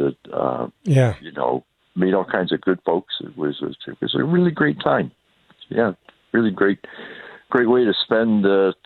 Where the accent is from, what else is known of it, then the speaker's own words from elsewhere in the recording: Ohio, United States; where are you from? Ohio. And I said, oh, she said, where from? I said, well, for Georgia County.